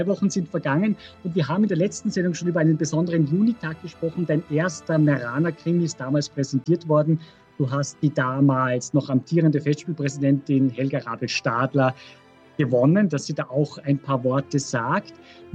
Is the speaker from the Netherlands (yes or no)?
no; Salzburg, Austria; es begeistert viele Salzburger, mich zum Beispiel.